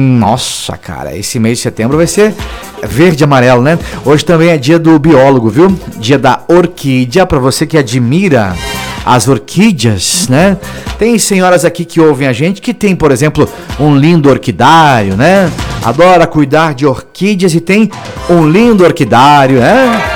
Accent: Paraná, Brazil

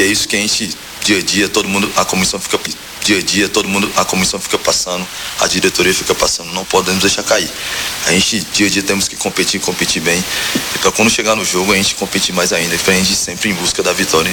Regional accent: Ceará, Brazil; Da onde eu sou do Ceará, o sol é igual daqui, não tem essa pertinho.

